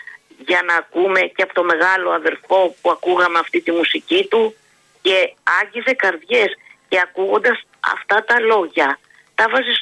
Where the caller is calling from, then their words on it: Greece; Και καλά, είμαστε δίπλα από την Τουρκία.